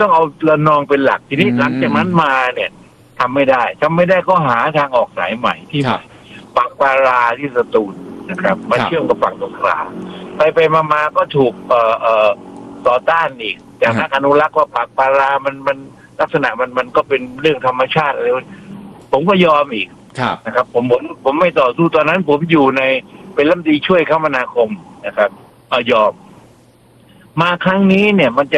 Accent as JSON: {"language": "Thai", "region": "Southern Thailand", "country": "Thailand", "said": "ท่านพูดกับผมในฐานะเป็นคนใต"}